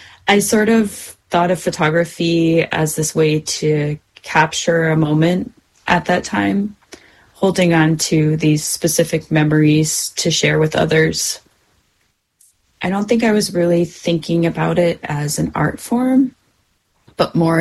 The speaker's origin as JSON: {"language": "English", "region": "Maine", "country": "United States", "tie": "born or raised there", "lives_now": "Southern Maine, United States", "said": "I grew up on the Penobscot Reservation. I currently reside in Abenaki territory in what's now known as Southern Maine."}